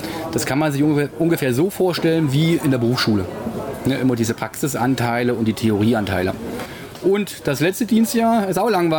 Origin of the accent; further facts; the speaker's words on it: Hesse, Germany; Als Hesse kennt man kein Frankfurt an der Oder, ne? Da kennt man nur Frankfurt.